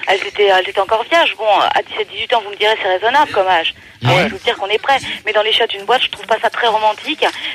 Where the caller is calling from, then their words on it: Créteil, Île-de-France, France; De Créteil.